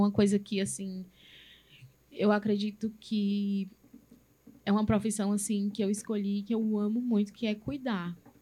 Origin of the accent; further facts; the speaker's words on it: Acopiara, Ceará, Brazil; now in Fortaleza, Brazil; Eu sou natural de Acopiara.